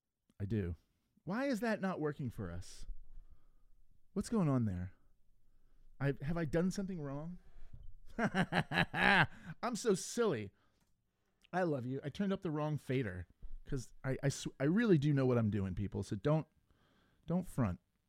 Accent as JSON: {"language": "English", "town": "Philadelphia", "region": "Pennsylvania", "country": "United States", "moved": "yes", "lives_now": "Portland, United States", "said": "I'm from Philly. We don't rock like that. We stay up late in Philly. But here I've learned to appreciate their early bedtime."}